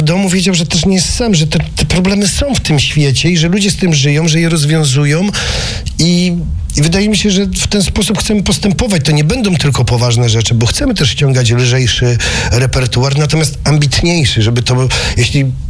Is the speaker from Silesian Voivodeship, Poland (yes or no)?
no; Konin, Greater Poland Voivodeship, Poland; moved away as an adult; Jestem rodowitym konianinem, wyjechałem stąd 20 lat temu, ale zawsze gdzieś wracam z sentymentem.